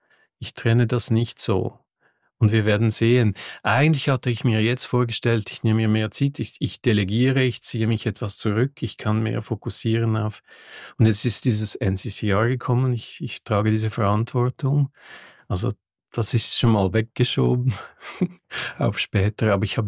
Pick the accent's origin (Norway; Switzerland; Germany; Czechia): Switzerland; Ich bin am Genfersee aufgewachsen und dann das Meer zieht mich extrem an.